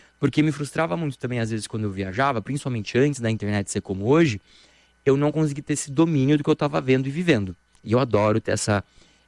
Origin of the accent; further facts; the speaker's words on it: Brazil; eu amo a minha vida, é muito legal aqui eu crescendo na Vila Militar, por exemplo, mas o mundo não é só isso.